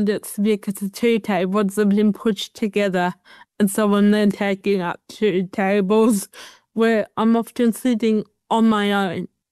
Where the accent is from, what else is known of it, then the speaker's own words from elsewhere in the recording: New South Wales, Australia; I mean, I'm from the Hunter Valley, Sam. I love food. I live for food.